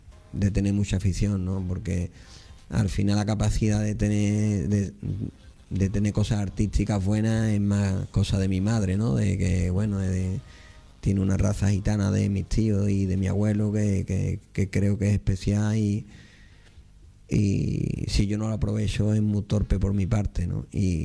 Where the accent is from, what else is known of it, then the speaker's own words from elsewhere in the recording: Seville, Andalusia, Spain; soy de Sevilla, mi padre nació en Vejez de la Frontera y tengo aquí mucha familia